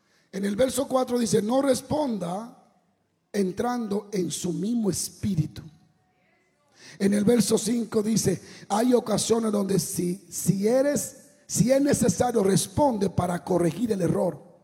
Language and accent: Spanish; Dominican Republic; Yo soy dominicano.